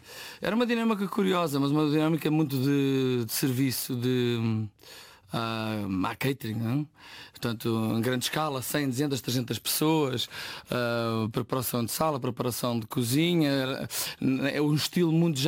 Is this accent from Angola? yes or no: no; Lourinhã, Centro, Portugal; eu sou de Ribamar de Lourinhã, no Oeste, e a minha mãe é pasteleira e o meu pai é agricultor.